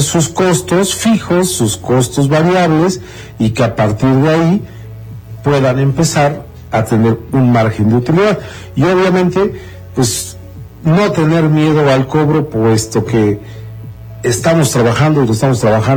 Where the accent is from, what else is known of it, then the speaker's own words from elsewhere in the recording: Mexico; que nosotros como buenos mexicanos, uh-huh, cuando nos aventamos a poner un negocio